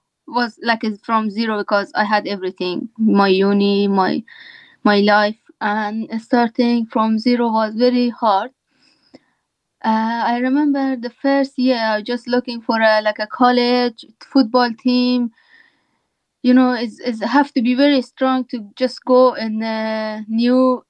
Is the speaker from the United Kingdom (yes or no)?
no; Afghanistan; first language Dari; English is a second language; my first language after my Persian, like Dari language. So like English is going to be third one.